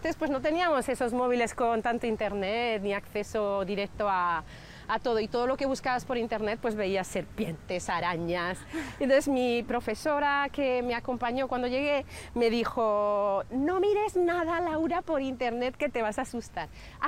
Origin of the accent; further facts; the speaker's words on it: Brunete, Community of Madrid, Spain; moved away as an adult; also born or lived in Aluche, Madrid; now in French Guiana; Pues de Aluche. Ajá. Y luego crecí en Brunete.